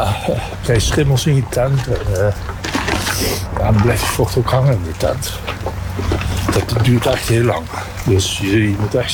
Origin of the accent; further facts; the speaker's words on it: Nijmegen, Gelderland, Netherlands; Ja, ik ben geboren in Nijmegen, getogen. En ik ben aan de overkant geboren.